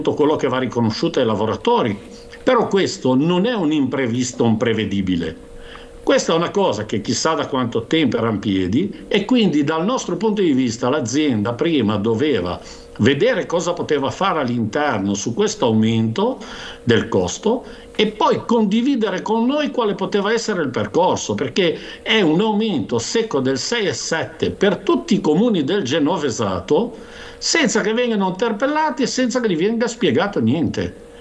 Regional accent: Torriglia, Liguria, Italy; io ho 58 anni, quando ero ragazzino a Toriglia andavo a comprare il latte

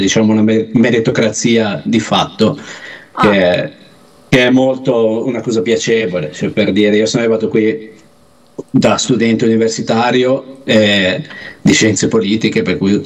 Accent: Liguria, Italy; moved away as an adult; now in Iceland; i miei monti, io sono dell'Alta Val Polcevera

